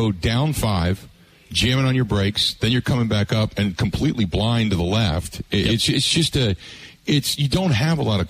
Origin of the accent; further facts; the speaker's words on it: Cincinnati, Ohio, United States; I grew up in Cincinnati in the Ohio River Basin. That's where all that humidity would fall.